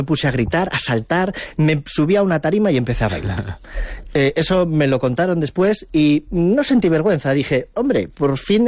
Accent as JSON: {"language": "Spanish", "town": "Priaranza del Bierzo", "region": "Castile and León", "country": "Spain", "tie": "born or raised there", "said": "en mi pueblo, que es Priaranza del Bierzo, es un pequeño pueblo de 200 habitantes en el Bierzo, en la provincia de León"}